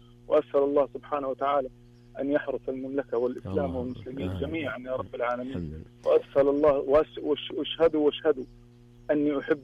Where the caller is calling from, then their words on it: Egypt; انا مصري.